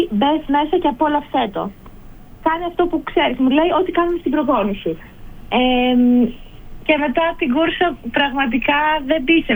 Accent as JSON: {"language": "Greek", "town": "Ioannina", "region": "Epirus", "country": "Greece", "tie": "born or raised there", "said": "επειδή είχα μείνει στα Γιάννενα στην πόλη μου, ήταν λίγο πιο εύκολο να συνδυάσω τον αθλητισμό με τις προπονήσεις, λόγω ότι ήταν μια μικρή πόλη"}